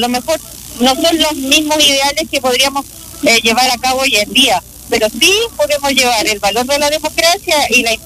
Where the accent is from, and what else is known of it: Aysén, Chile